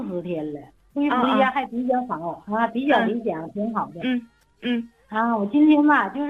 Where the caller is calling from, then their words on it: Shenyang, Liaoning, China; 哎，林老师好，我是沈阳的患者。